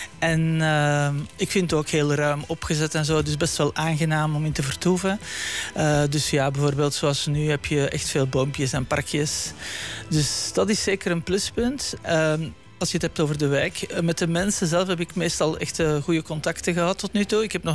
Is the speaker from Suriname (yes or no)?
no; Brussels, Brussels-Capital Region, Belgium; moved away as an adult; now in The Hague, Netherlands; net zoals vele andere hagenaars of hagenezen, wat je ook moet zeggen. Kom ik niet uit Den Haag zelf, maar ik kom uit Vlaanderen.